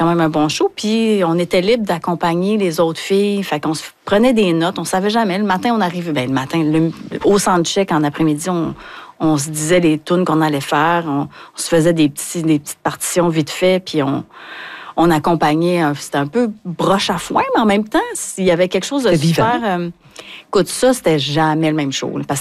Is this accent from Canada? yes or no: yes; Hauterive, Quebec, Canada; quand on est allé jouer à Baie-Comeau, le monde venait nous voir. Je suis de Haute-Rive, moi!